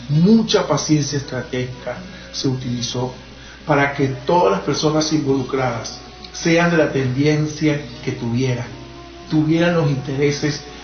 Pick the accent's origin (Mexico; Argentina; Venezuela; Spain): Venezuela